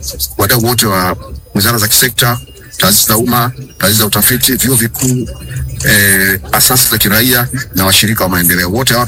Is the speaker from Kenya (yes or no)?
no; Tanzania; ya mimi ni Mtanzania.